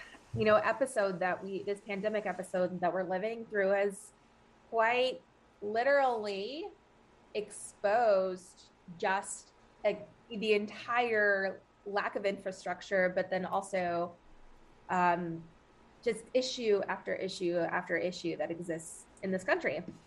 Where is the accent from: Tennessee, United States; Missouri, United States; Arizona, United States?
Arizona, United States; now in San Francisco, United States; I'm from Arizona originally, but I'm in San Francisco right now.